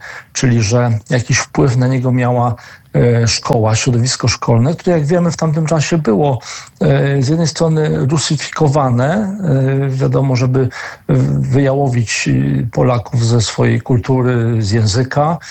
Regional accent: Biała Podlaska, Lublin Voivodeship, Poland; urodziliśmy się w tym samym mieście Białej Podlaskiej

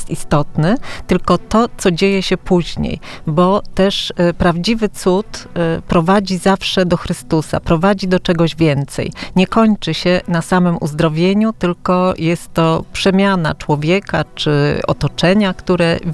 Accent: Warsaw, Masovian Voivodeship, Poland; z racji, że jestem warszawianką od urodzenia, jestem związana

